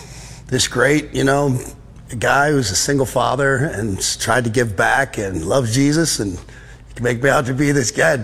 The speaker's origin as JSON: {"language": "English", "town": "Dearborn", "region": "Michigan", "country": "United States", "tie": "born there", "said": "Well, number one, I was born in Dearborn, Michigan. So was my father, raised there. My grandfather raised him there."}